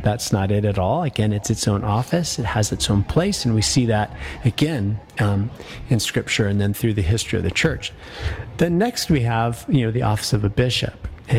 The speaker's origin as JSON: {"language": "English", "town": "Denver", "region": "Colorado", "country": "United States", "tie": "born or raised there", "said": "the parish that I grew up in was in Denver"}